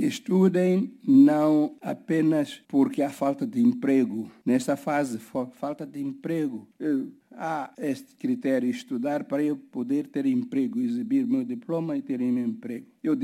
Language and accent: Portuguese; Mozambique; como moçambicanos, conhecemos o valor da paz porque conhecemos igualmente o sofrimento provocado pela guerra.